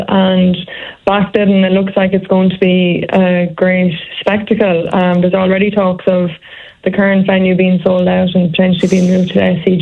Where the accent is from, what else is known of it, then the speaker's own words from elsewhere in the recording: Ireland; moved away; never in my wildest dreams growing up in Ireland playing GAA would I've had the opportunity to represent my country.